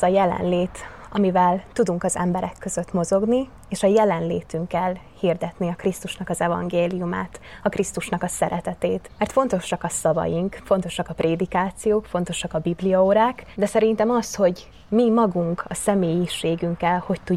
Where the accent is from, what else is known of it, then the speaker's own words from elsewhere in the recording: Beregújfalu, Zakarpattia Oblast, Ukraine; moved away as an adult; also born or lived in Sárospatak, Hungary; Beregújfaluból származom, 23 éves vagyok